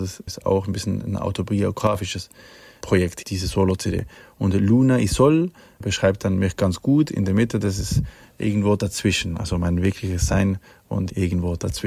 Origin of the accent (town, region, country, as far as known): Switzerland; born or raised there; moved away as an adult